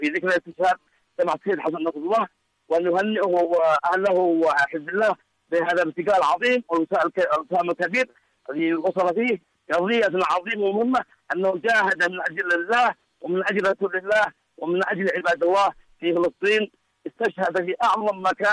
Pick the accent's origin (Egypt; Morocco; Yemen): Yemen; أنكم يمنيين ونحن يمنيين